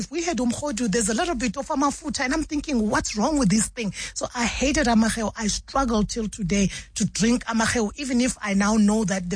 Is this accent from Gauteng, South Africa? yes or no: no; Mbombela, Mpumalanga, South Africa; Yeah, because I come from the Lowveld if you know Mbombela, or Nelspruit used to be called as the city of Imboza Nema Orange, which is the tobacco and oranges. So I come from that area.